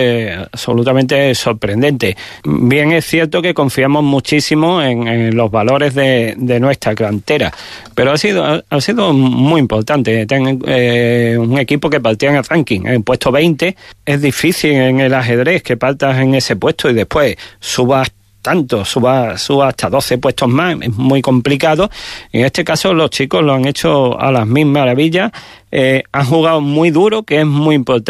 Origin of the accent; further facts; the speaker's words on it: Extremadura, Spain; nuestros paisanos de Badajoz, paisanos de nuestra región